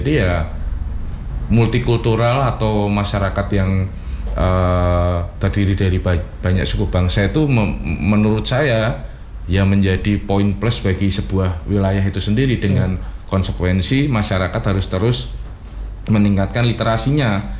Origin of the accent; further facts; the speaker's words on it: Java, Indonesia; di kami orang Jawa sendiri